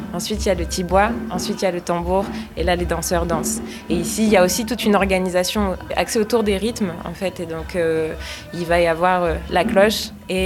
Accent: Martinique; traditionnelle de chez nous en Martinique

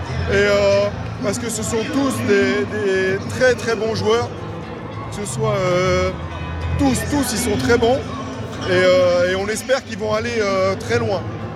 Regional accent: France; now in New York, United States; On est français, mais on travaille en fait à New York. Et donc ça fait plusieurs années qu'on est ici.

